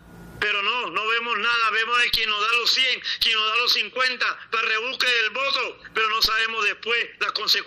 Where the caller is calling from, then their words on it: San Andrés, Providencia and Santa Catalina, Colombia; aquí en San Andrés